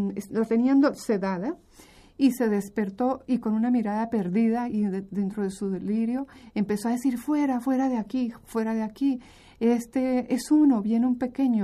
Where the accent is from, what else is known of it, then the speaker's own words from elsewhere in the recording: Colombia; moved away; Vengo de Colombia, mi país de origen.